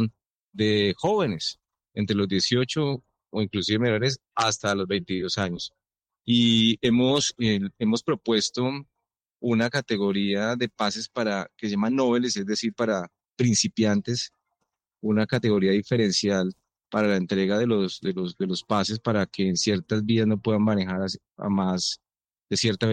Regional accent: Bogotá, Colombia; Yo soy bogotano y vivo en Bogotá, sí, señor.

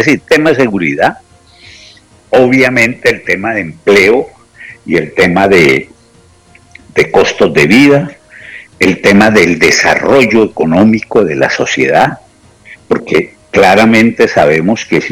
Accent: Colombia

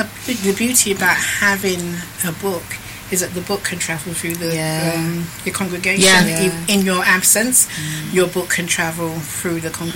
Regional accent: London, United Kingdom; And I thought, you know, I'm the Canning Town girl. I'm from East London.

